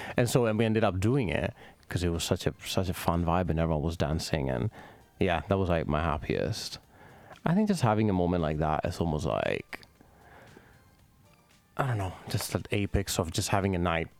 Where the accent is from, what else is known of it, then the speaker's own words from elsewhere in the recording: Italy; now in London, United Kingdom; growing up in Italy.